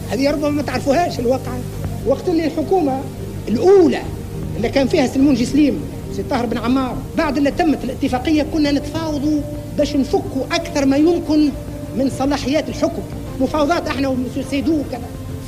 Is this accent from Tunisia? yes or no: yes; Tunisia; احنا مبدانا وسياستنا اللي صرحنا بها أن أهل مكة أدرى بشعابه، ونحن نختار ما يليق بنا كتونسيين